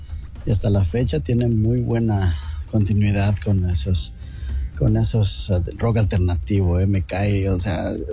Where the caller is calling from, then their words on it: Ensenada, Baja California, Mexico; Un saludo desde Ensenada, Baja California.